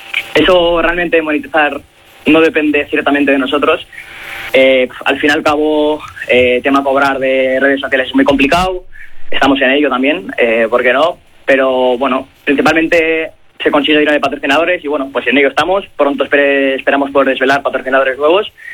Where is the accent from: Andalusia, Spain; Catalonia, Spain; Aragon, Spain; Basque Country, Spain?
Basque Country, Spain; Erandio; somos de Erandio